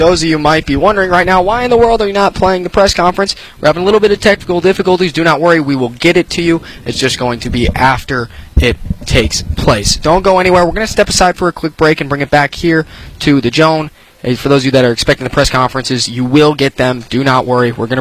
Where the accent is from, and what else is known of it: Saginaw, Michigan, United States; born or raised there; moved away